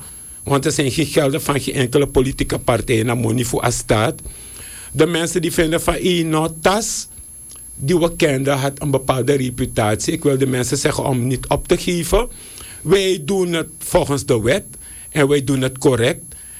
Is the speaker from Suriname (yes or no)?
yes; Suriname; Dus we willen alle partijen nogmaals op het hart drukken als Surinamers.